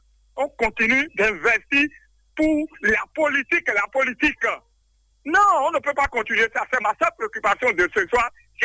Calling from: Benin; J'appelle de Tchonvi commune de Serenpoudi.

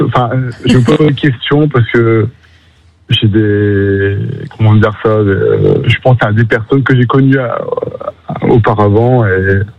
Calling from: Lille, Hauts-de-France, France; Moi j'habite Lille.

